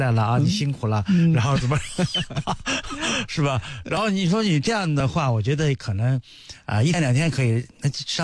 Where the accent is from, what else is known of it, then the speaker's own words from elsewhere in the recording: China; 我们中国人